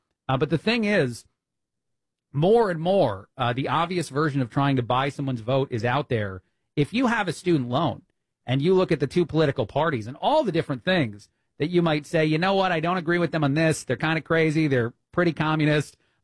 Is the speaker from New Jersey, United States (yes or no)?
yes; New Jersey, United States; I'm from Jersey. I'm an Italian from Jersey.